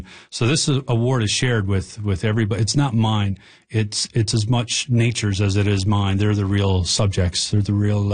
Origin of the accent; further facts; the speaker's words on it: Newfoundland and Labrador, Canada; I grew up on the Smallwood Reservoir fishing in that area and seeing just how much land was flooded